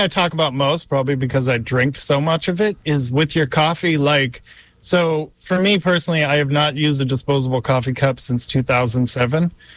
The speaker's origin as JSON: {"language": "English", "region": "Massachusetts", "country": "United States", "said": "I'm from Massachusetts with all the salt."}